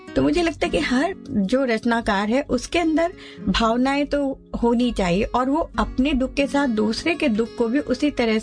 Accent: Mumbai, Maharashtra, India; क्योंकि जैसे मैं बॉम्बे से हूँ

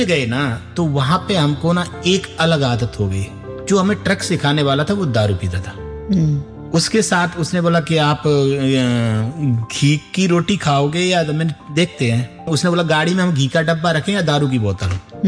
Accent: Rajasthan, India; ये हमारा गांव पड़ता है धौलपुर डिस्ट्रिक्ट में मनिया के पास, एक चैना का पूरा गाँव है।

